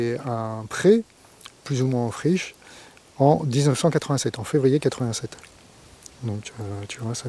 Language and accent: French; Île-de-France, France; Écoute, je suis né en région parisienne, enfin je suis parisien de souche